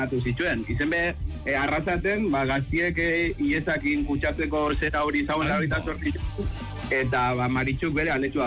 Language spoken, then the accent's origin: Basque; Basque Country, Spain; bueno, Gipuzkoa gara, bale, hor